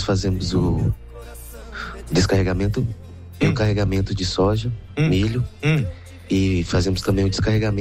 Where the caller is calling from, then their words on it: Vitória, Espírito Santo, Brazil; de Vitória, no Espírito Santo.